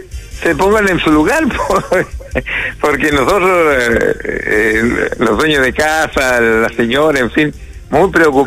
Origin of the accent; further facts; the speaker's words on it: Chile; somos así los chilenos.